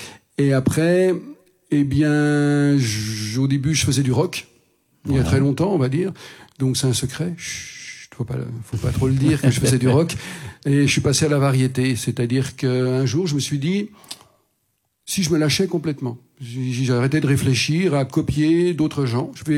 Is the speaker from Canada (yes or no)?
no; Bourgogne-Franche-Comté, France; moved away as an adult; now in Réunion, France; ben moi je viens de Franche-Comté, voilà, de loin. Ça fait 10 ans que je suis dans cette belle île que j'aime beaucoup.